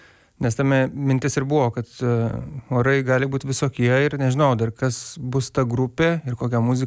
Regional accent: Ukmergė, Vilnius County, Lithuania; kai aš augau Ukmergėjai

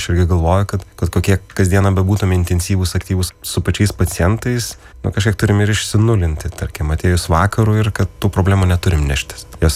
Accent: Gargždai, Klaipėda County, Lithuania; Augdamas nedėliam Gargždų miestelėje, tuomet turėjau keletą pasirinkimų

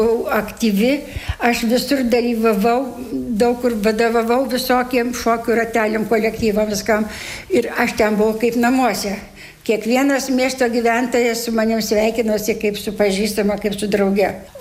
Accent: Lazdijai, Alytus County, Lithuania; iš Lazdijų, iš Dzūkijos. Labai didžiuojuosi, kad aš iš Dzūkijos. Visai čia pat Lenkijos siena ir Baltarusijos siena. Tokiam kampelėje gyvenam. Gimus augus Lazdijuose.

